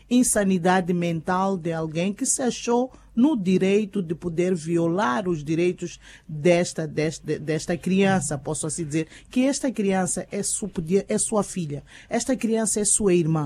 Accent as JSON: {"language": "Portuguese", "town": "Chidenguele", "region": "Gaza", "country": "Mozambique", "tie": "born there", "said": "Xidenguel é onde eu nasci"}